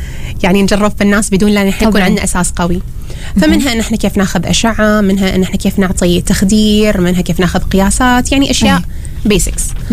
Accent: Oman; إحنا عندنا في عمان

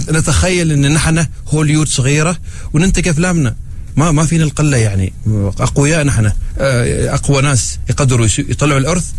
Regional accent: Oman; عندنا في عمان

